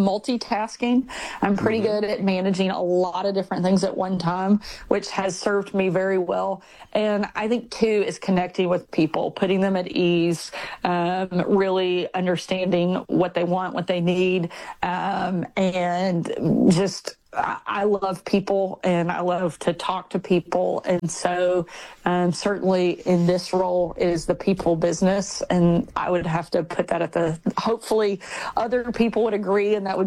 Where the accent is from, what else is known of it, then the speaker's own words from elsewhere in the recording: Texarkana, Arkansas, United States; also born or lived in Little Rock, Arkansas; I grew up in the deep south of Arkansas, and he is from Arkansas and was doing a hometown concert. I was probably 7 or 8 in my hometown of Texarkana, which is not far from where he grew up.